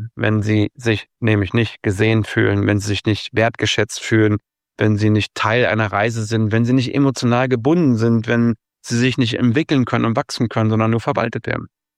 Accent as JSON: {"language": "German", "country": "Germany", "said": "Und da sind wir irgendwie als Deutsche ein bisschen stehen geblieben."}